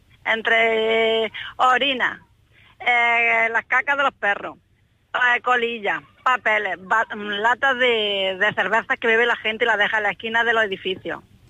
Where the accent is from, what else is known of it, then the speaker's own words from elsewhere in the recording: Jaén, Andalusia, Spain; moved away as an adult; now in Pontevedra, Spain; No, y en Pontevedra llevo 27 años, la zona del ERE. Y no, soy andaluza, soy de Jaén.